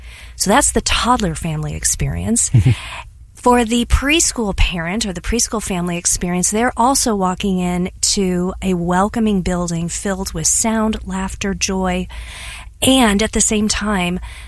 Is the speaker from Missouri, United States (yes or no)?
yes; Ballwin, Missouri, United States; but I grew up in Baldwin, so a bunch of my West County friends and I used to make the trek down south every single day.